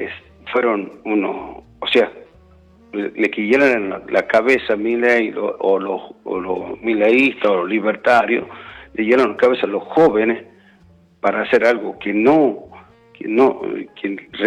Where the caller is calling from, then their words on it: La Rioja, Argentina; Soy de La Rioja